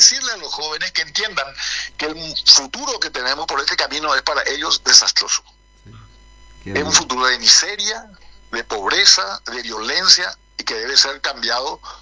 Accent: Paraguay; nosotros somos paraguayos

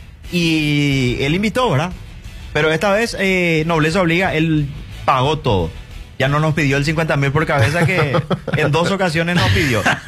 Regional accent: Luque, Central, Paraguay; also born or lived in Asunción; yo nací en Macaí Luque. O sea, no es que nací ahí, yo nací en Asunción, IPS Central, pero toda mi vida viví ahí.

